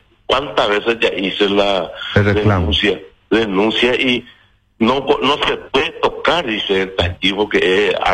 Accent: Paraguay; No, eso es la municipalidad, así como somos también los paraguayos.

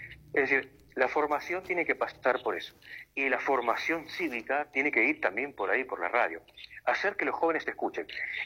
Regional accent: Argentina

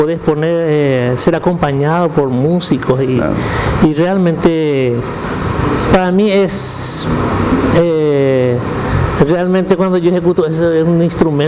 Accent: Coronel Bogado, Itapúa, Paraguay; Soy de Coronel Bogado, Itapúa, soy itapuense de Coronel Bogado, soy técnico de la ANDE, claro, en Capiatá

